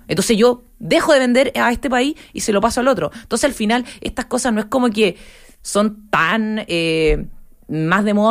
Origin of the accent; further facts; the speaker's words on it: Maule, Chile; yo soy del Maule